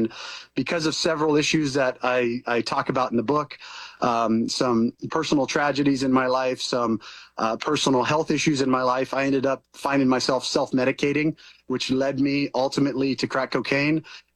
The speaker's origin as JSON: {"language": "English", "region": "California", "country": "United States", "tie": "born or raised there", "said": "I'm in California, where I grew up in the Sierra Nevada mountains before the state went to hell."}